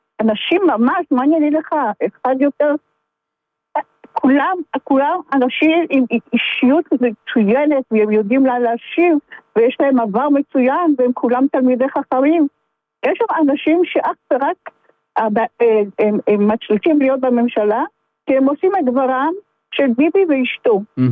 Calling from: Petah Tikva, Central District, Israel; אני מפתח תקווה.

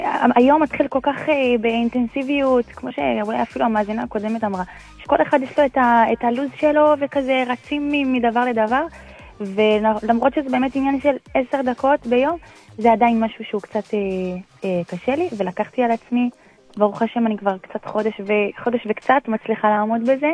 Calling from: Beersheba, Southern District, Israel; אני מבאר שבע, בדרום.

